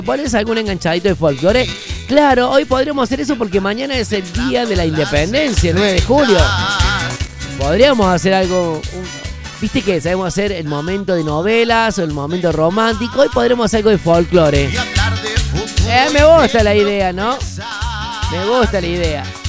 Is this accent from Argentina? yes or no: yes; Argentina; Somos cabuleros los argentinos